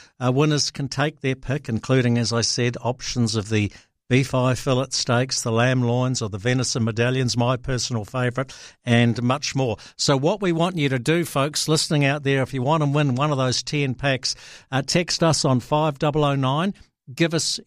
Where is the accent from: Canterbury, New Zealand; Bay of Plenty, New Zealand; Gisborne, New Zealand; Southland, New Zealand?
Southland, New Zealand; Even as a young lad growing up in Southland in 72, 73, we had a stinker of a drought, and it made life very, very difficult.